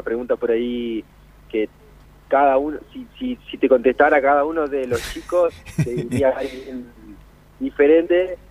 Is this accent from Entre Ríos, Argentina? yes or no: yes; Aldea María Luisa, Entre Ríos, Argentina; Yo soy de Aldea María Luisa y tengo 26 años.